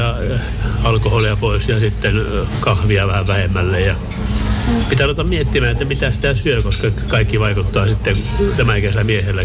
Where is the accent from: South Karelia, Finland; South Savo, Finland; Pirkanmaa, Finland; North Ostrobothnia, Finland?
North Ostrobothnia, Finland; Oulu; moved away; mukava tulla kahville Ouluun, kun mä oon täältä kotoisin kerran, niin se on sitten kotoisaa kieltä kuunnella täällä sun Oulussa.